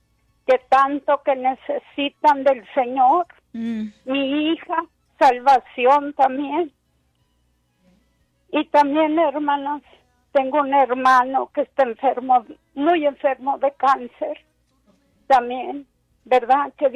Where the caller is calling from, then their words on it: San Benito, Texas, United States; De San Benito.